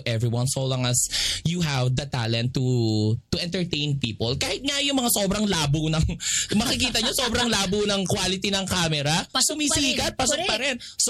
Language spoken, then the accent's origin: Tagalog; Marilao, Central Luzon, Philippines; Marilenyo ako, ma. Taga-Barilaw ako.